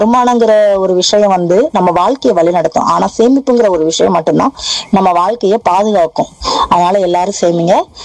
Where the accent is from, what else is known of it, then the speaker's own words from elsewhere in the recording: Pamban, Tamil Nadu, India; என்னோட சொந்த ஊர் வந்து பாம்பன் தான்.